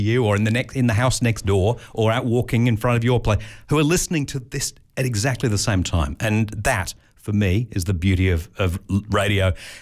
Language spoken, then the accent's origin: English; North West England, United Kingdom; accent: northern; now in Australia; Because in the UK, I came from Lancashire in the north. So from up north, we used to talk like that. I had a very strong northern accent.